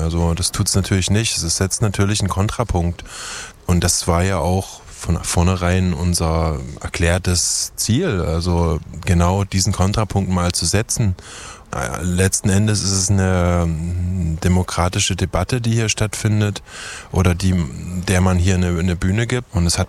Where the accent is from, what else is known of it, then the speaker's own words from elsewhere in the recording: Chemnitz, Saxony, Germany; weil ich angesprochen wurde, was ich denn dazu zu sagen habe als Chemnitzer und so weiter.